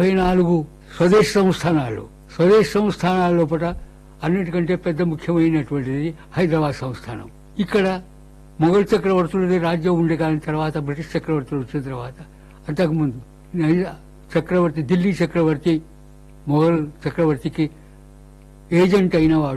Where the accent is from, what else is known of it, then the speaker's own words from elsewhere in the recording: Warangal, Telangana, India; also born or lived in Madikonda; నా బాల్యం వరంగల్ పట్టణంలో పాటు మొదలైంది కొద్ది ఆలస్యంగా, కానీ దగ్గర ఉన్నటువంటి మడికొండలో పాటు నాకు పరిసరాల అవగాహన కలిగినప్పటి నుంచి మడికొండలో ఉన్నాను